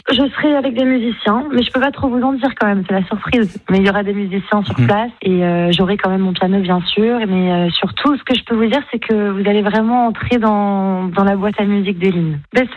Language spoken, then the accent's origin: French; Nice, Provence-Alpes-Côte d'Azur, France; moi, je viens de Nice. Après, j'ai beaucoup de famille à Marseille.